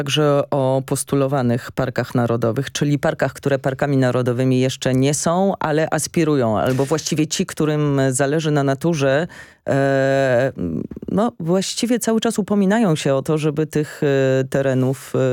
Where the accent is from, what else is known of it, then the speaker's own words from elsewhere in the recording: Kutno, Łódź Voivodeship, Poland; Od razu mogę pozdrowić liceum imienia Jana Kasprowicza w Kutnie. To moje rodzinne miasto.